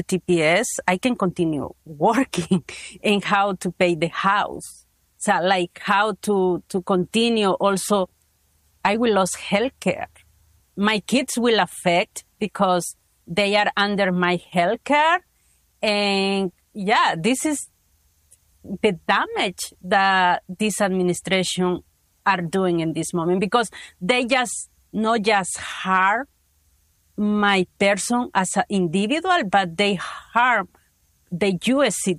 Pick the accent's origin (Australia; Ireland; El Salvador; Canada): El Salvador; English is a second language; now in United States; I'm from El Salvador, an NTPS holder since 2001.